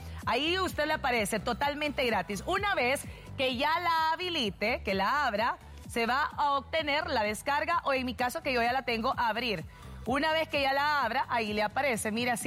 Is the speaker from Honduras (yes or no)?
yes; Honduras; nos llena de orgullo como hondureños